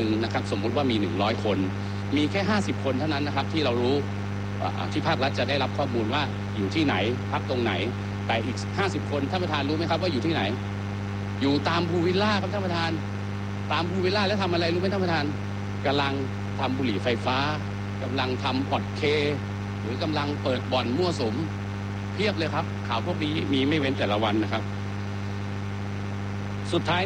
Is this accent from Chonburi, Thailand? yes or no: yes; Pattaya, Chonburi, Thailand; ยิ่งตามหัวเมืองท่องเที่ยวเช่นเมืองพัทยาบ้านเกิดผมเองครับท่านประธาน